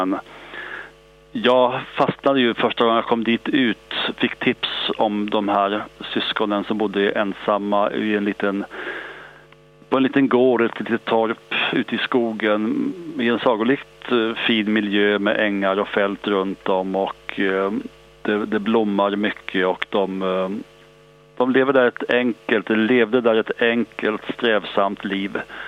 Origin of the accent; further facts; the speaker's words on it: Småland, Sweden; där jag växte upp i Småland.